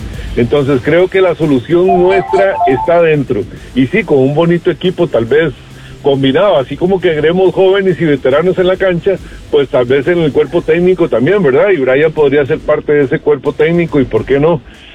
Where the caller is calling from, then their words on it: San José, Costa Rica; de San José.